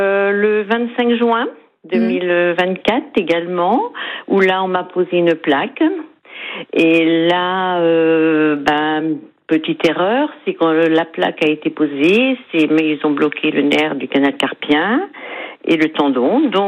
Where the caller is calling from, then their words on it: La Chapelle-Rainsouin, Pays de la Loire, France; La chapelle Rinsoin